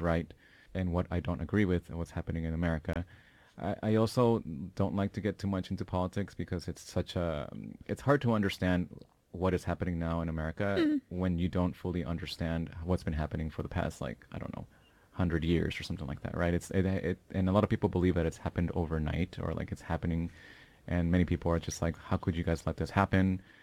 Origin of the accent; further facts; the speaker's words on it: Sweden; now in United States; when I was moving here from Sweden, there was huge fires happening in California.